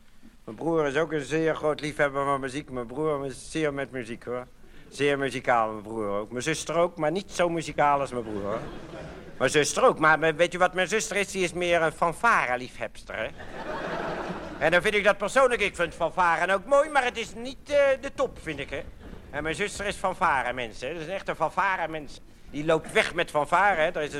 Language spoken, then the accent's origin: Dutch; Netherlands; Zo zijn wij Hollanders, hè.